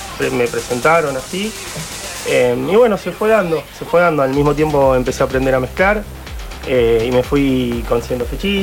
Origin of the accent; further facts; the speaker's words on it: Arrecifes, Buenos Aires Province, Argentina; Yo soy de Arrecife